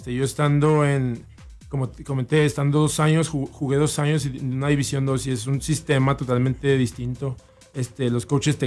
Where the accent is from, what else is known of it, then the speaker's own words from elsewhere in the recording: Camargo, Chihuahua, Mexico; moved away as an adult; also born or lived in Ciudad Juárez, Mexico; Soy jugador de básquetbol. Soy un chihuahuense. Nací en Juárez, criado en Camargo.